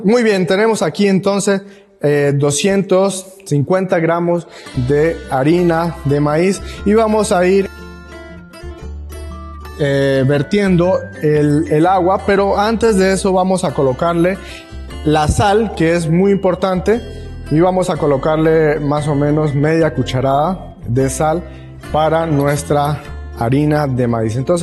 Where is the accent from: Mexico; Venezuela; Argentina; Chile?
Venezuela; Yo, como venezolano, estoy feliz